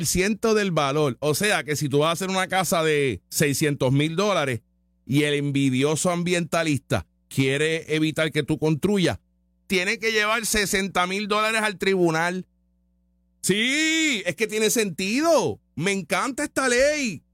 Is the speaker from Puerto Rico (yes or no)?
yes; Puerto Rico; Yo como puertorriqueño, ¿cómo me vas a quitar en la motivación de trabajar?